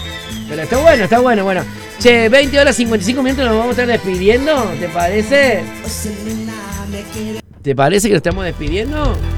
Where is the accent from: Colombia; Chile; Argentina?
Argentina; Córdoba; como cordobeses que somos